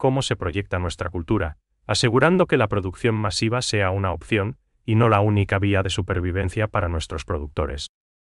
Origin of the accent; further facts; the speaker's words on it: Paraguay; para nosotros como paraguayos